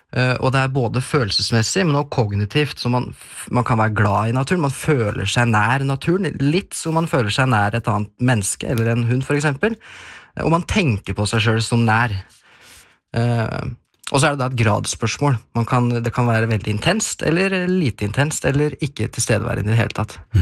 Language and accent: Norwegian; Løten, Innlandet, Norway; Ja, jeg har jo vokst opp i Mjøsperiferien, kan du kanskje kalle det. Jeg kom fra Løten, så det jo rett øst for... Rett øst for Mjøsa.